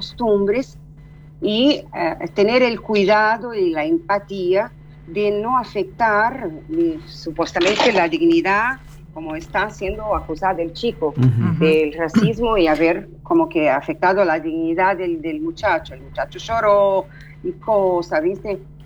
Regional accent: Brazil; nosotros brasileños vamos a estudiar, trabajar en Argentina

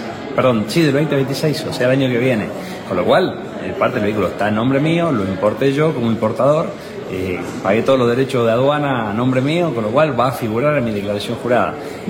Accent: Jujuy, Argentina; No, yo vivo en Jujuy, soy de Jujuy, y la camioneta la compré para mi uso diario en Jujuy.

